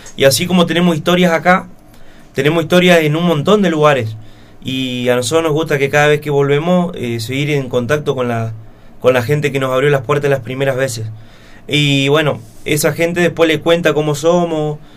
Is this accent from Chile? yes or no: no; El Maitén, Chubut, Argentina; mi pueblo, el Maitén, es uno de los puntos más bonitos de la provincia del Chubut